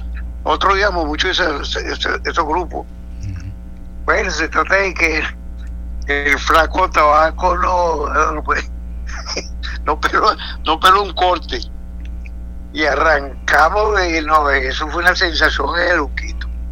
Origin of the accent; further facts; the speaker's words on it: Venezuela; Pues yo soy de San José, nosotros nos criamos ahí.